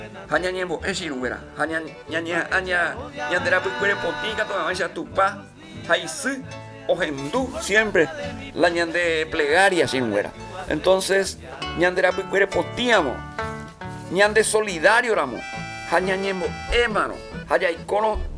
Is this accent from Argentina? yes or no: no; Paraguay; ya de Paraguay, lo que nos identifica como paraguayos, señor.